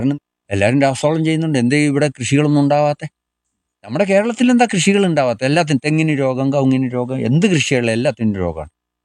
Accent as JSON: {"language": "Malayalam", "town": "Wayanad", "region": "Kerala", "country": "India", "moved": "yes", "said": "30 വർഷം ഞാൻ വയനാട്ടിൽ നിന്നാണ് ഇങ്ങോട്ട് വരുന്നത്. വയനാട്ടിൽ ഞങ്ങൾ വലിയൊരു ഫാമിലി ആയിരുന്നു."}